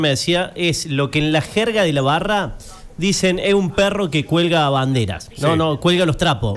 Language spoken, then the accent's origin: Spanish; Córdoba, Argentina; también soy de Alta Córdoba